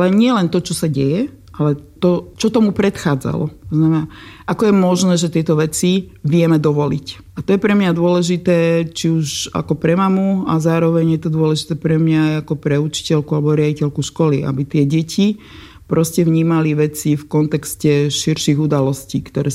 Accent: Dubnica nad Váhom, Trenčín Region, Slovakia; hoci sme z Dubnice

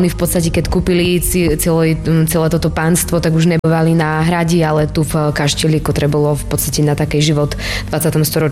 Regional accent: Stará Ľubovňa, Prešov Region, Slovakia; also born or lived in Bratislava; ja jem sa pred cca troma mišacmi presťahovala z Bratislavy domu, do Staroj Ľubovny, do mojho rodiska, alebo do mojho rodného mesta.

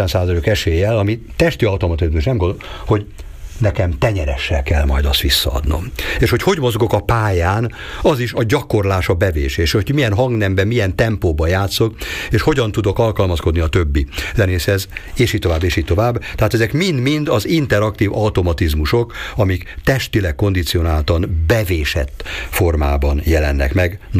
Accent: Budapest, Hungary; Tehát én is úgy nőttem föl, hogy a nagyapám, aki a pátriárka volt a családban, 3 generáció élt együtt egy nagy lakásban, nagyszülők, szüleim, az anyámnak a nővére, az ő 2 gyereke, még 9-en laktunk együtt egy nagy lakásban Budapesten

